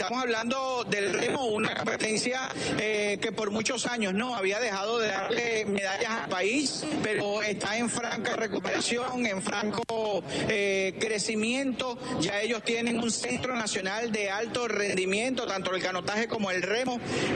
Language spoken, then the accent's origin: Spanish; Venezuela; nos identificamos como venezolanos